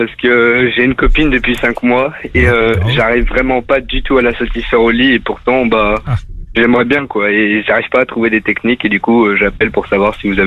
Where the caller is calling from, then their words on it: Saint-Malo, Brittany, France; moi, je suis au Burger King à Saint-Malo et bah, je travaille en tant que salarié là-bas.